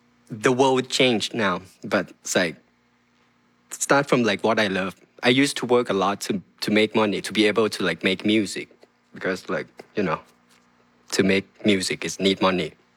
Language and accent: English; Nonthaburi, Thailand; English is a second language; it's called Nong Thaburi. Mm. It's just like city close to Bangkok. Yeah. But it's easy to say, like, we are from Bangkok.